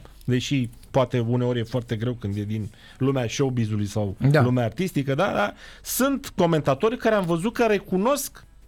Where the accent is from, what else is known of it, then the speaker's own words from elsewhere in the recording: Cluj-Napoca, Cluj County, Romania; Sunt de la Cluj.